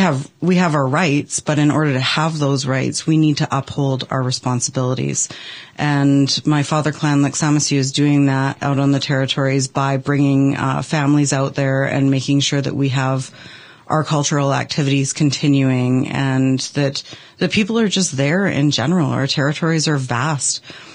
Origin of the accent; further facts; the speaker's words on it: British Columbia, Canada; I'm Wet'suwet'en. I'm from Gidimden Clan and Kasiak House, which is Grizzly House.